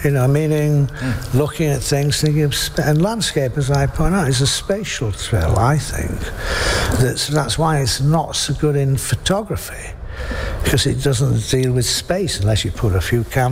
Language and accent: English; England, United Kingdom; I'm English. I feel deeply English. I love it.